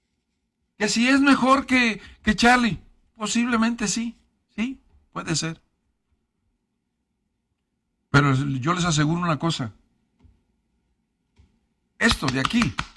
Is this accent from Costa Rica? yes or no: no; Mexico; moved away; Lo estoy diciendo yo que no soy de aquí. Lo estoy diciendo yo, pero como mexicano.